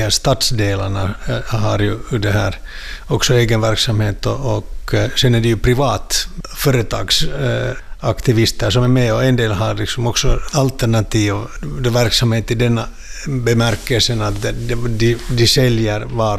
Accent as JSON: {"language": "Swedish", "town": "Helsinki", "region": "Uusimaa", "country": "Finland", "said": "som helsingforsare tycker jag det hör till"}